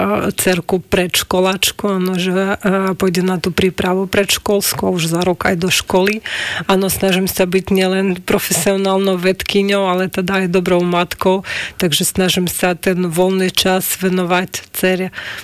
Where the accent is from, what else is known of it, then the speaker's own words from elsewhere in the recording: Ukraine; Slovak is a second language; moved away as an adult; now in Slovakia; som mamička z Ukrajiny a v podstate tatino Slovák